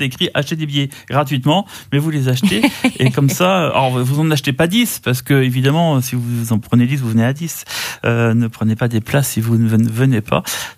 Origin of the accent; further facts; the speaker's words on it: Carantec, Brittany, France; also born or lived in Morlaix; je suis de Carantec, je suis né à Carantec.